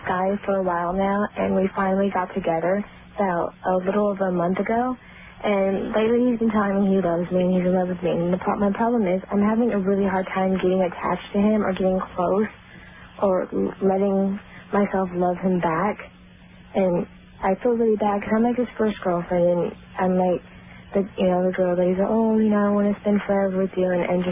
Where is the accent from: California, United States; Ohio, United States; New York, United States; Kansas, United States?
California, United States; Long Beach; Long Beach.